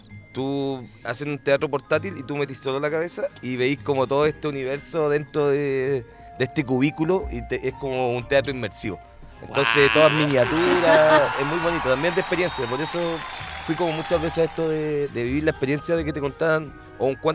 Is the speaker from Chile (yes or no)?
yes; Santiago, Santiago Metropolitan Region, Chile; yo soy oriundo de Quinta Normal